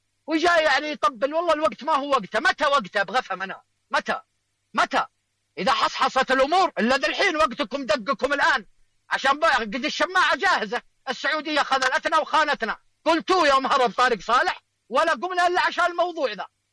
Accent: Riyadh, Riyadh Province, Saudi Arabia; مسكنا عندنا في الرياض فوق 1400 قطعه،

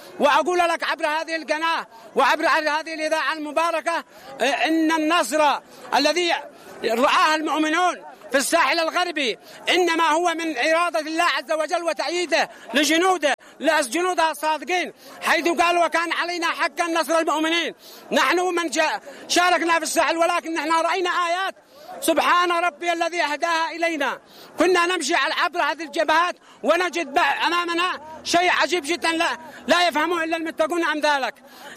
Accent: Yemen; نحن أبناء اليمن، نحن أبناء الأنصار

